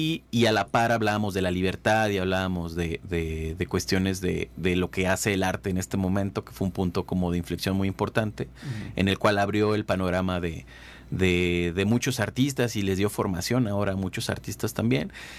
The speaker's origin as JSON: {"language": "Spanish", "region": "San Luis Potosí", "country": "Mexico", "said": "obviamente soy potosino"}